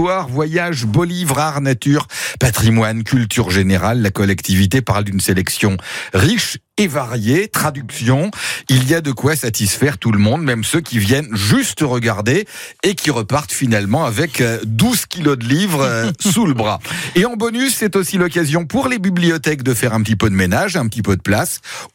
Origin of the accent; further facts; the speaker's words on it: Centre-Val de Loire, France; chez nous en Touraine